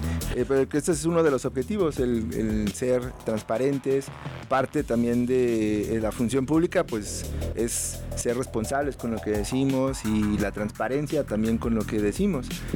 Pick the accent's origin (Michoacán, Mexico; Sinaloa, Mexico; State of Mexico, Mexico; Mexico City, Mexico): State of Mexico, Mexico; Atizapán de Zaragoza; born there; now in Zacatecas, Mexico; Nací en el Estado de México, en un municipio de Atizapán de Zaragoza, y que pues hoy también ya puedo decir que soy de Zacatecas.